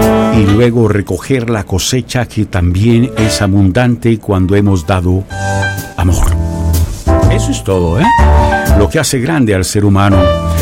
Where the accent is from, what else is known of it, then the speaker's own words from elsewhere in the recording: El Salvador; soy salvadoreño